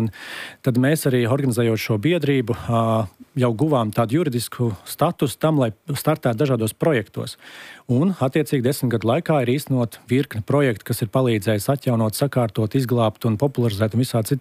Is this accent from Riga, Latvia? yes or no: no; Ventspils, Courland, Latvia; accent: Tamian dialect; man augot Ventspilī skolā ejot